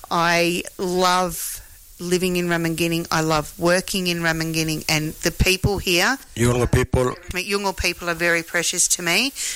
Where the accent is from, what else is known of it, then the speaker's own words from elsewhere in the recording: Cockatoo, Victoria, Australia; moved away; I'm from Victoria, a town called Cockatoo